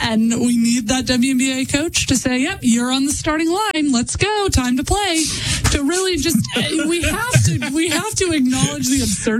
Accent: Oklahoma City, Oklahoma, United States; the Oklahoma City Thunder in my hometown.

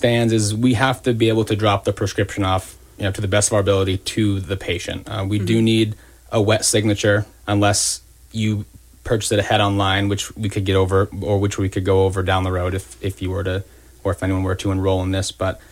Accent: Dixfield, Maine, United States; So I grew up in Dixfield, Maine, so I'm pretty familiar with the rural aspect of things.

